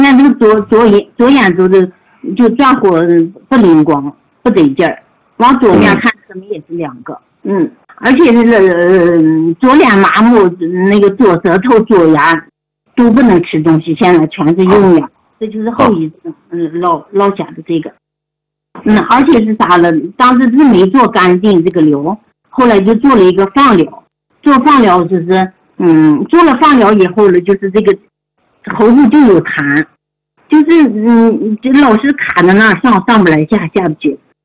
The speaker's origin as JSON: {"language": "Chinese", "town": "Yuci", "region": "Shanxi", "country": "China", "tie": "born or raised there", "moved": "as an adult", "lives_now": "Taiyuan, China", "said": "1969年农历8月初4早上卯时5点到7点出生的，出生在那个山西榆次农村。嗯，后来才长大以后才去了太原的。"}